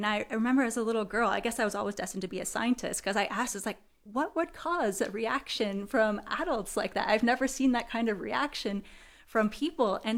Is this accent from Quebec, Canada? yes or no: no; Toronto, Ontario, Canada; my hometown of Toronto.